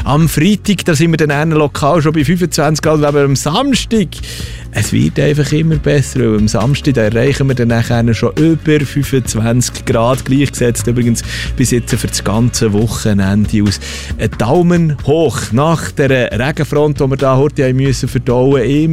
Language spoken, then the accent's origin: German; Switzerland; für uns als Schweizer